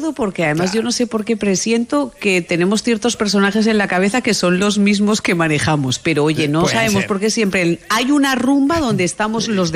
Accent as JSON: {"language": "Spanish", "region": "Basque Country", "country": "Spain", "said": "me lo puedes pedir a mí, que soy del norte y vasca también"}